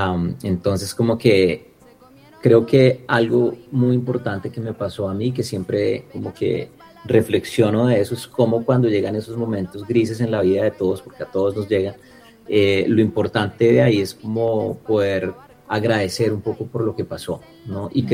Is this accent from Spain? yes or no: no; Colombia; moved away; Y esa es un poco mi historia desde que me fui de Colombia, ¿no? Alguien migratorio, un nómada que anda como con su música y sus historias